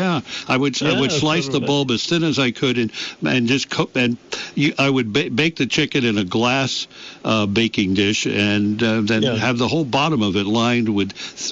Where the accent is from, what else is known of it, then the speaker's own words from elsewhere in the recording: New York, United States; moved away; when I was a kid growing up in the Bronx